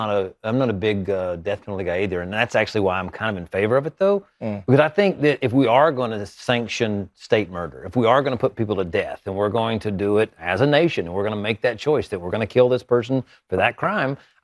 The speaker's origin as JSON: {"language": "English", "region": "Tennessee", "country": "United States", "tie": "born there", "said": "my home state of Tennessee"}